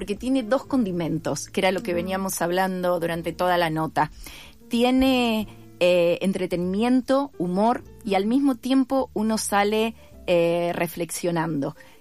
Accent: Tres Arroyos, Buenos Aires Province, Argentina; moved away as an adult; now in Buenos Aires, Argentina; yo nací en Tres Arroyos, empecé a estudiar ahí en Tres Arroyos en el Centro de Cultura de Tres Arroyos y después cuando terminé la secundaria me vine a estudiar a Buenos Aires.

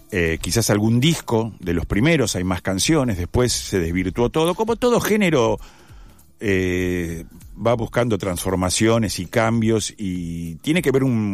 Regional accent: Buenos Aires, Argentina; born there; also born or lived in Rosario; Yo soy rosarino. Nací en Rosario, por accidente y por no, porque en realidad mi vieja es de Rosario, mi viejo es porteño, se enamoró mi viejo, se fue a vivir a Rosario y ahí nacimos. Después nos volvimos a Buenos Aires

